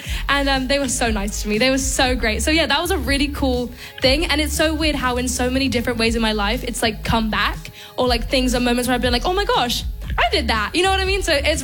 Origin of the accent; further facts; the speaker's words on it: London, United Kingdom; I think playing my first show in London was really cool, very memorable because that's my hometown.